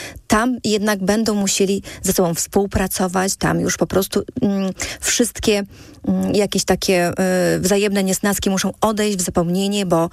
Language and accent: Polish; Podlaskie Voivodeship, Poland